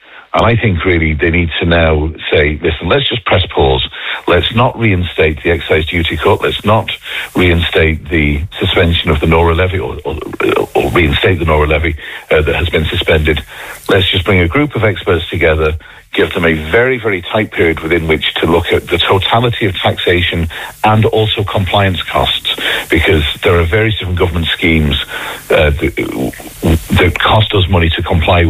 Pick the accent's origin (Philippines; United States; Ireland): Ireland; Munster; despite my funny accent, North Cork is home to me. And my mother lives in North Cork.